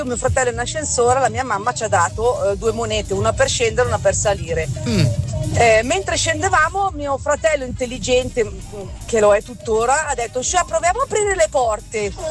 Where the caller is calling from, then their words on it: Bergamo, Lombardy, Italy; da Bergamo.